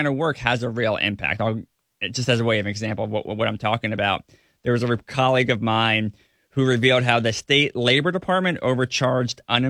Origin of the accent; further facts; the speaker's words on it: Delaware County, Pennsylvania, United States; also born or lived in Tacoma, Washington; Pennsylvania is where I grew up. I grew up in Delaware County, Pennsylvania. And it's where I've done my entire journalism career. I've lived out of state for 1 year. I lived in Tacoma, Washington.